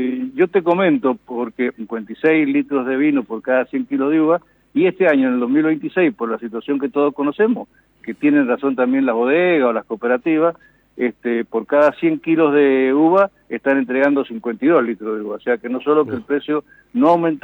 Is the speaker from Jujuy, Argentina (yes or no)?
no; Guaymallén, Mendoza, Argentina; cuando vengo de mi departamento de Guaymallén hacia Junín